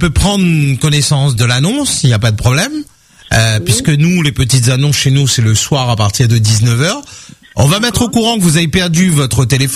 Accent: France; Mais oui, mais on aime râler nous, on est des Français, on râle.

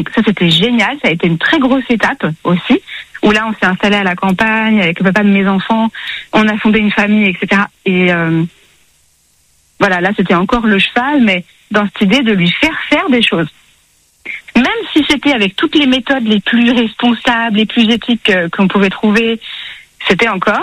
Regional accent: Maisons-Laffitte, Île-de-France, France; born or raised there

